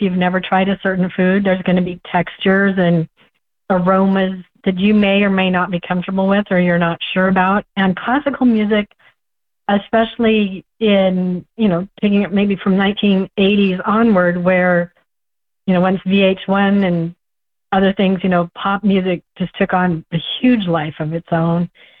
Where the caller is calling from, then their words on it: Portland, Oregon, United States; I am from Portland, Oregon